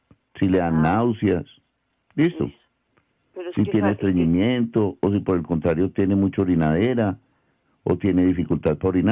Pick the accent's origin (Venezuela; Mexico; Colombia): Colombia; Medellín, Antioquia; born there; yo nací en la clínica León 3